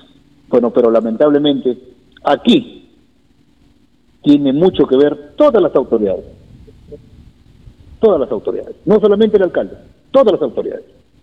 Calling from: Olmos, Lambayeque, Peru; Porque yo vivo en Olmos, les digo. Entonces yo no vivo en Chiclayo, le digo.

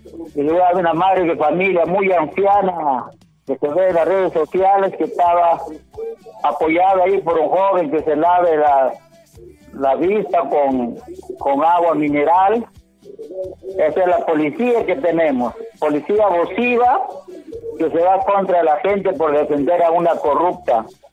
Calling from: Chimbote, Ancash, Peru; mi saludo al pueblo ancashino y peruano. Y hablo desde Chimbote

